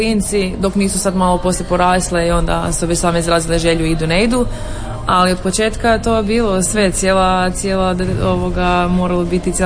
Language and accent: Croatian; Hum na Sutli, Krapina-Zagorje County, Croatia; moved away as an adult; now in Kumrovec, Croatia; ja sam i dalje Humčanka i sad sam još i Kumrovčanka, tako da to ću biti uvijek. Rodno mjesto nekako uvijek ostane ono prvo i uvijek ću biti Humčanka. To se ne bude nikad promijenilo. Radim u Sloveniji, tako da sam ja nekako tu i to blizu granice, nisam daleko, tako da ja nisam daleko u principu od doma otišla.